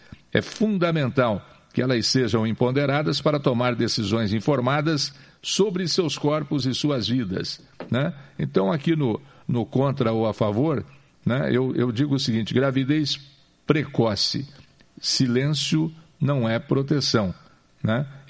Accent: Paraná, Brazil; aqui do nosso estado do Paraná

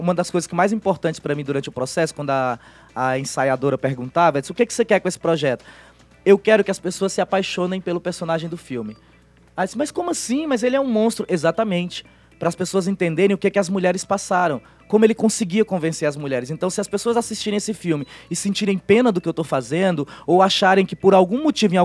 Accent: Northeast Brazil, Brazil

